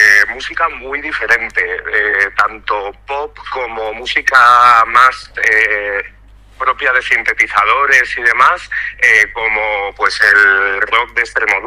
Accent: Soria, Castile and León, Spain; now in Madrid, Spain; en mi pueblo, que está allí en la montaña, en Soria.

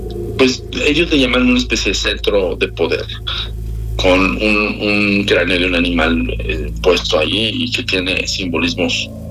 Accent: Mexico

